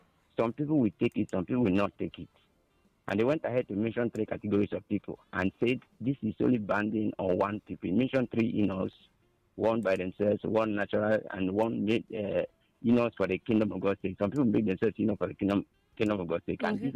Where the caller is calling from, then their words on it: Ebonyi, Nigeria; from Ebonyi State.